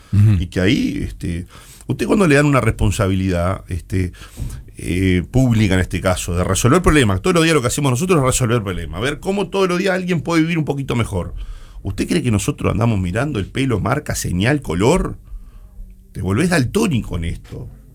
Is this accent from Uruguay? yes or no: yes; Uruguay; me preocupan como uruguayo